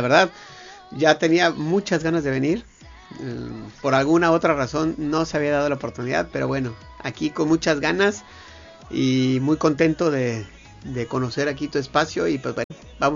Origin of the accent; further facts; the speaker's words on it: Puerto Vallarta, Jalisco, Mexico; born there; moved away as an adult; also born or lived in Monterrey; yo soy de Vallarta, nacido en Vallarta.